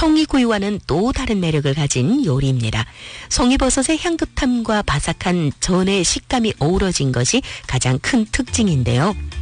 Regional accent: Yanbian, Jilin, China; 우리 고향 연변의

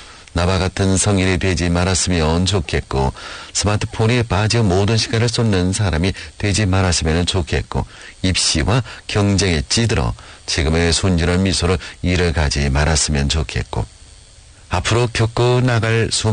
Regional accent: Yanbian, Jilin, China; 여태까지 잘 아는 척 나는 연면에서 왔으니까 모든 걸 잘 설명할 수 있는 척 하였지만 결국 내가 알고 있는 건 아무것도 없었다. 그만큼 관심이 없었으니까 내 고향 연변의 발전은 내가 이룰 수가 없다고

